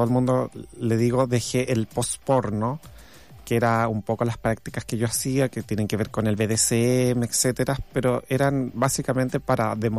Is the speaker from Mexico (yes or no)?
no; Valparaíso, Chile; born there; Nací en Valparaíso, Las personas que nacimos en Valparaíso nos hacemos llamar porteñas porque es el gran puerto de Chile, así que soy porteña también, pero de Chile.